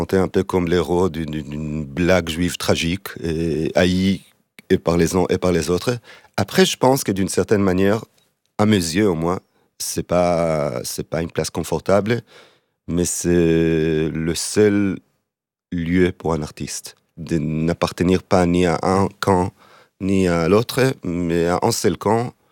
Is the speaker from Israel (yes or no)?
yes; Israel; moved away as an adult; Moi, je suis israélien et j'ai quitté Israël suite aux raisons politiques. Enfin, je voulais pas que mon fils grandisse dans ce pays qui est malheureusement profondément malade.